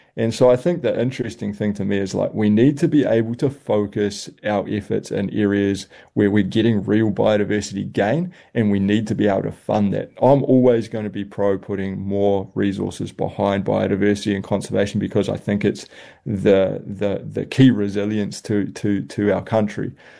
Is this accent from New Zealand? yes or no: yes; New Zealand; we in Aotearoa have made our traditional cloaks out of kiwi feathers.